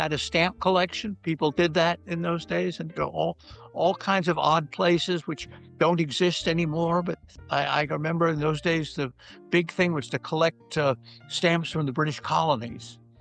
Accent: Washington, United States; they moved to Washington during World War II, and that's where I was born. And I grew up in Washington, I consider home.

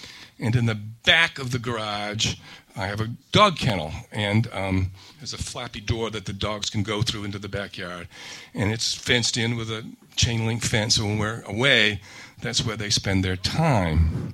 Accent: Newbury, Vermont, United States; So I'm from Newbury, Vermont, which is a little village over on the Connecticut River.

